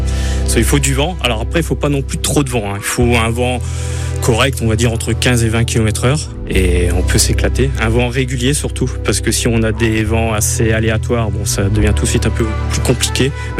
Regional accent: Lille, Hauts-de-France, France; En fait, je suis lillois.

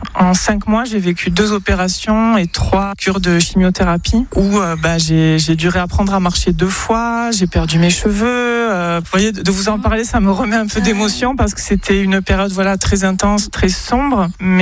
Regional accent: Bayonne, Nouvelle-Aquitaine, France; j'ai 48 ans et je suis de Bayonne.

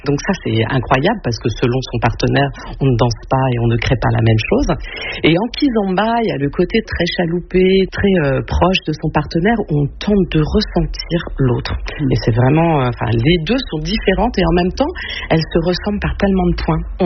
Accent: Cormelles-le-Royal, Normandy, France; puisque je suis arrivée, j'avais 7 ans, j'en ai 55 maintenant. Donc, je peux dire que je suis l'enfant de Cormal-le-Royal.

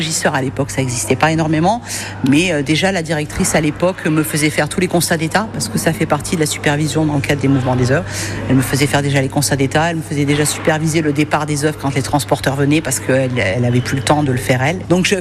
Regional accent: Valence, Auvergne-Rhône-Alpes, France; Parce que moi, je suis originaire de Valence, hein, donc je suis pas allée bien loin en fait.

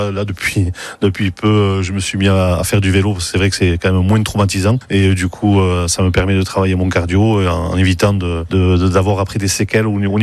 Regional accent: Hendaye, Nouvelle-Aquitaine, France; je suis natif d'Hendaye, j'ai 51 ans

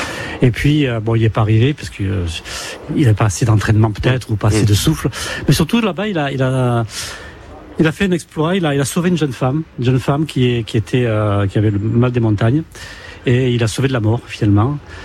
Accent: Beausoleil, Provence-Alpes-Côte d'Azur, France; D'abord, moi j'ai découvert la montagne, je suis originaire de Beausoleil, et j'ai découvert le Mercantour, j'avais l'âge de 12 ans.

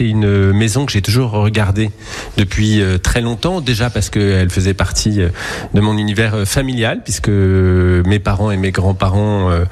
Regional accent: Bourgogne-Franche-Comté, France; moved away; je suis originaire de Bourgogne. Mon grand-père était vigneron à Meursault.

